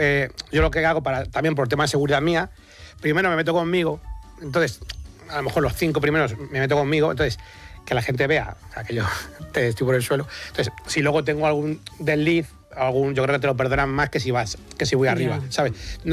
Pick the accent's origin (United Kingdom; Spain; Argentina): Spain; Aranjuez, Community of Madrid; accent: Toledo; Pues en mi pueblo, o sea, yo soy de Aranjuez, pero es frontera con Toledo, o sea... Todos los pueblos.